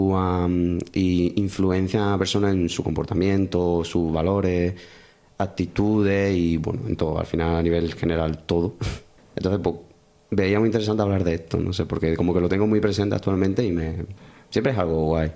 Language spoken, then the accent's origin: Spanish; Seville, Andalusia, Spain; also born or lived in Granada; Soy de Sevilla realmente. Ya luego pues me vine a Granada, Granada me enamoró y ya pues de ahí pues me quise quedar aquí.